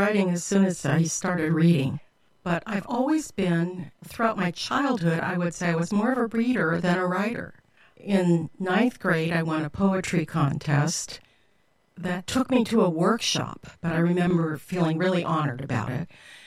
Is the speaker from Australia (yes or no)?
no; San Diego, California, United States; also born or lived in Midwest; And so I feel that I grew up in San Diego, even though I'm Midwestern born. I'm a Midwesterner. And I went to school in San Diego from second grade on.